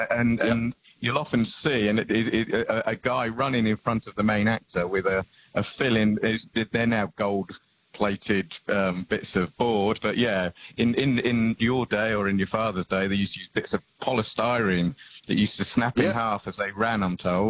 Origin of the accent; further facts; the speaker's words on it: England, United Kingdom; Very odd for me, because you can probably tell I'm English.